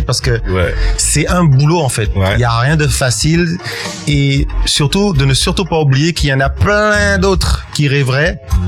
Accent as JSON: {"language": "French", "country": "Guadeloupe", "tie": "born or raised there", "said": "Je suis né ici, j'ai grandi ici."}